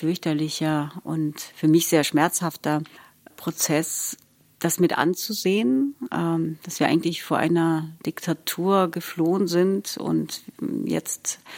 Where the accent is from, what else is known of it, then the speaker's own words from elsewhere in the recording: Russia; moved away; ich habe aber an meine Kindheit in Russland so ganz sinnliche Erinnerungen. Also ich erinnere mich sehr an Temperaturen, an Kälte, weil es manchmal bis zu minus 35, 40 Grad wurde noch damals in Russland.